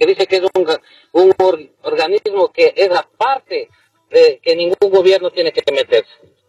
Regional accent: Ecuador; Me alegro que haya pasado esto porque yo soy ecuatoriano.

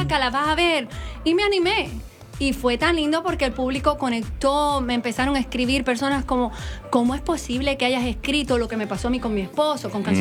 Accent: Guayos, Sancti Spíritus, Cuba; en el pueblo que yo nací, en Guayos, en Santi Espíritu, se escuchaban muchos tríos.

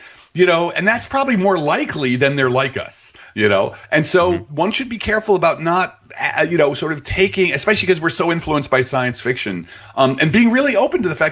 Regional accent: Belleville, New Jersey, United States

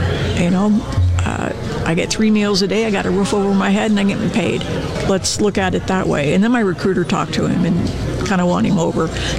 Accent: Washington, United States; moved away as an adult; also born or lived in Oregon; now in Ohio, United States; I was born in Oregon. Grew up in Washington, Western Washington, joined the Air Force right out of high school at the tail end of Vietnam in 73. Have not lived back there since. Then I got married and moved to Ohio, where I am now.

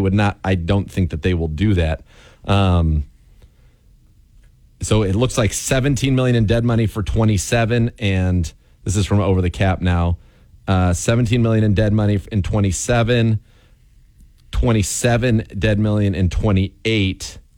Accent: California, United States; He looks like exactly what so many people I grew up with in California look like.

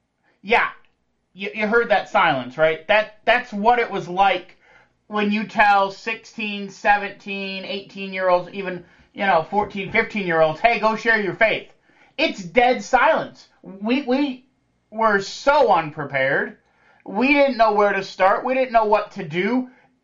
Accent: Ohio, United States; we're from just outside of Cleveland.

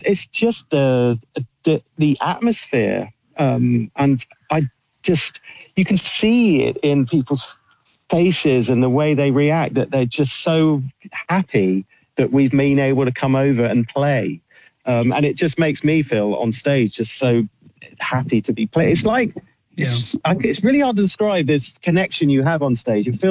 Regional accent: England, United Kingdom; now in London, United Kingdom; as an English artist

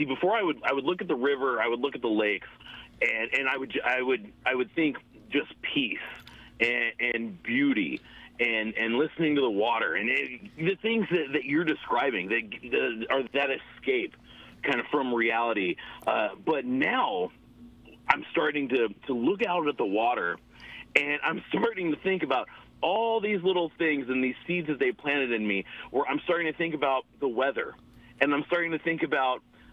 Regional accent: Las Vegas, Nevada, United States; born there; moved away as an adult; also born or lived in California; now in East Tennessee, United States; I say Cali made me and Vegas raised me.

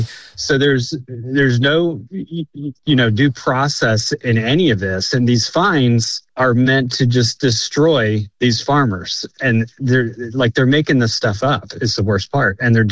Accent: United States; as an American

